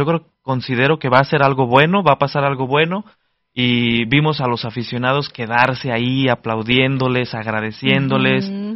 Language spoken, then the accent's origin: Spanish; Mexico; este sentido de unidad, que ya sabemos que sí tenemos los mexicanos